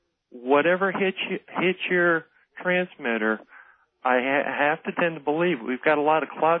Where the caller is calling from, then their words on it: Tucson, Arizona, United States; I'm calling from Tucson, Arizona.